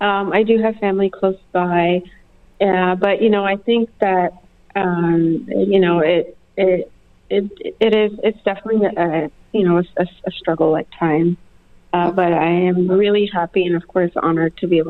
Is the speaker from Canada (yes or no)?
yes; Canada; now in United States; I moved from New Jersey about 2 years ago down here to the Prosper area.